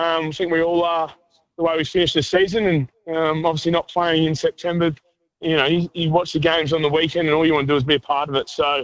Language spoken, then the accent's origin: English; Morwell, Victoria, Australia; I'm from Mowi.